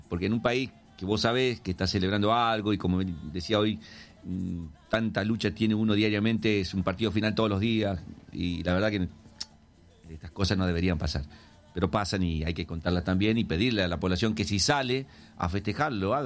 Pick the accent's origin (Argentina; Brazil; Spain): Argentina; las cosas son las que no nos tenemos que permitir como argentinos, ¿no?